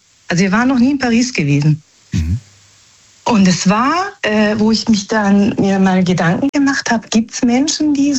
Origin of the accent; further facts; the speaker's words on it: Germany; born there; Also wir sind eigentlich Italiener, ja? Also in Deutschland geboren. also für italienische Familie und wir haben eigentlich nichts am Hut mit Frankreich, ne?